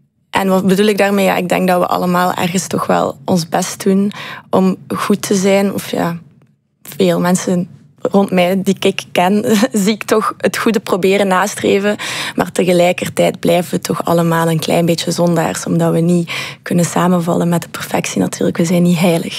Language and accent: Dutch; Ghent, Flanders, Belgium; born or raised there; first language Dutch